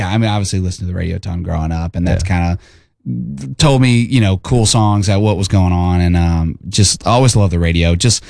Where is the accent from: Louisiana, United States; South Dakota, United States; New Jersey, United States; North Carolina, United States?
Louisiana, United States; Baton Rouge; There was a couple stations in Baton Rouge where I grew up.